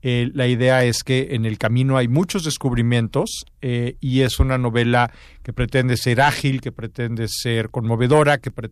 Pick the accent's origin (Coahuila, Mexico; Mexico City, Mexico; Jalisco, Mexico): Coahuila, Mexico; Torreón; la ciudad de Torreón, que es de donde yo soy